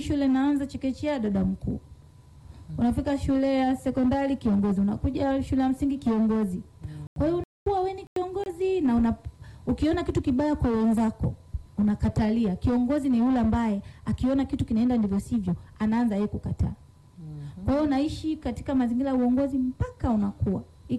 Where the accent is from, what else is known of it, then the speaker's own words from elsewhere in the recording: Mbinga, Ruvuma, Tanzania; also born or lived in Tunduru; ametokea Mbinga, mkoa wa Ruvuma. Lakini nimetokea Mbinga, nimeolewa Tunduru. Ila ndani ya mkoa mmoja.